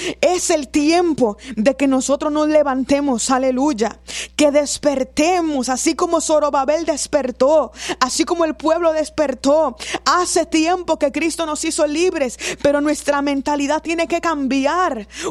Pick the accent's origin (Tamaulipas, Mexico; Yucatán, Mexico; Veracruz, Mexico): Tamaulipas, Mexico; Río Bravo; yo soy de México. Dios bendiga a los hermanos de Río Bravo que hablan aquí a Radio Vida, que escuchan, aleluya, cada predicación, cada palabra que se da a través de este medio. Yo soy de Río Bravo, aleluya.